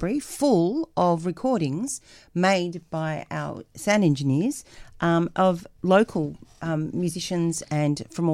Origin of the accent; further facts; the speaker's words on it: Albury, New South Wales, Australia; I grew up in Albury, Wodonga.